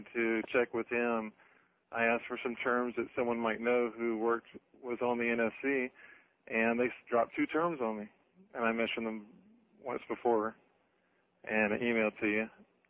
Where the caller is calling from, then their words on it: Texas, United States; I'm calling you from Texas.